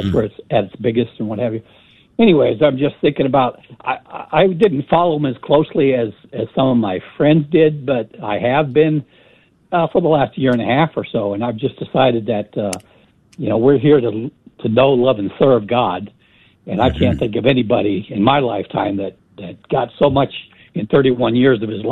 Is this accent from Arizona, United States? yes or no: yes; Phoenix, Arizona, United States; I grew up in Phoenix, and so I have a lot of Facebook and Instagram friends who are from there.